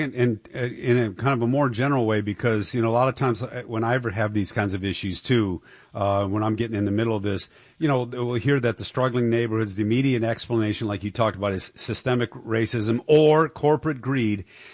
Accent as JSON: {"language": "English", "town": "Detroit", "region": "Michigan", "country": "United States", "tie": "born or raised there", "said": "Yeah, I mean, my hometown's Detroit."}